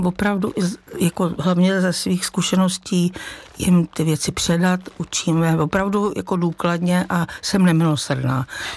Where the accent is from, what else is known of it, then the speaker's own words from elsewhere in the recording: Rakovník, Central Bohemian Region, Czechia; Tak já jsem vyrůstala v trošku jiný době a vyrůstala jsem vlastně částečně u babičky v Rakovníku